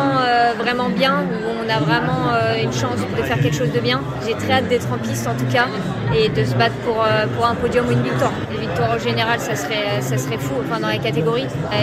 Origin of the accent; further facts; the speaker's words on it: France; en tant que Française